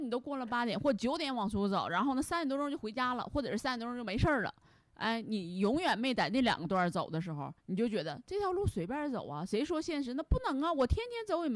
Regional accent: Liaoyuan, Jilin, China; 我土生土长辽源人

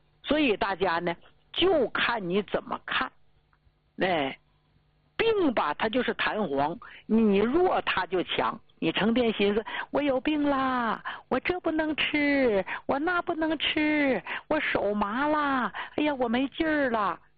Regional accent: Northeast China, China; accent: Northeastern dialect; 用咱们东北话说

